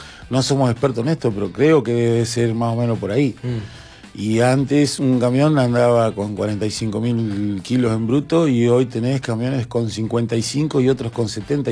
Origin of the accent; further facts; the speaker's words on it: General Pico, La Pampa, Argentina; Yo soy de General Pico.